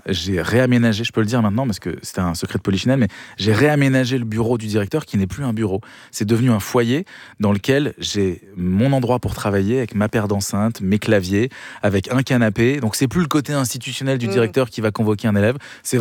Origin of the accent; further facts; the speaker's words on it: Switzerland; Mais souvent, le problème, c'est que comme il doit savoir que je suis suisse allemand, il a un problème.